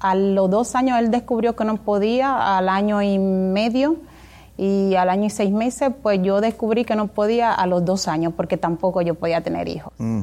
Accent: La Romana, Dominican Republic; born there; Nací aquí en La Romana.

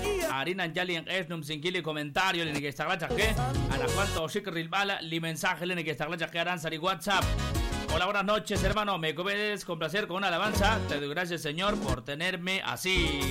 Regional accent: Guatemala; now in Poptún, Guatemala; Somos de Guatemala. Acá desde Poptún Petén, transmitiendo en el 104.5 en FM

